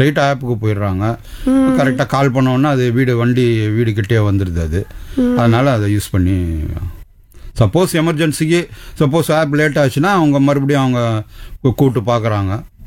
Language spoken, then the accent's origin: Tamil; Chennai, Tamil Nadu, India; சொந்த ஊர் சென்னை தான்.